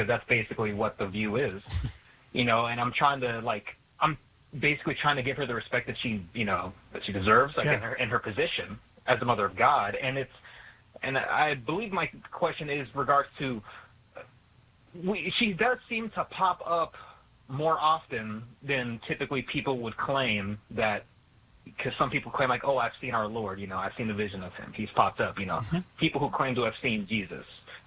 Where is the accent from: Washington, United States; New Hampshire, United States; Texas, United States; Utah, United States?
Texas, United States; growing up in Southern Texas, like there's predominantly Hispanic demographic